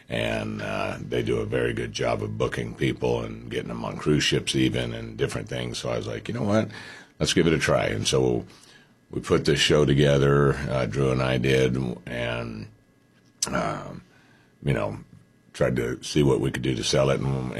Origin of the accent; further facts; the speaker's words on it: Phoenix, Arizona, United States; also born or lived in Gallup / Oklahoma; Originally born in Gallup, New Mexico, and but raised in Phoenix, Arizona.